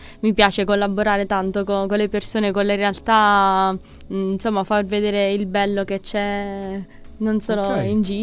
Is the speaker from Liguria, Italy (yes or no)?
no; Apulia, Italy; moved away as an adult; now in Marche, Italy; come penso si è intuito dall'accento, vengo dalla Puglia, quindi giù sono sempre stata in centri, associazioni, insomma, vabbè, la realtà di giù è un po' diversa